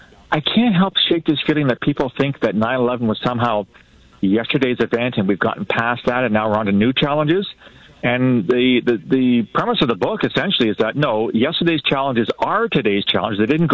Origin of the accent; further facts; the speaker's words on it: London, Ontario, Canada; I mean, I grew up in London, Ontario, right?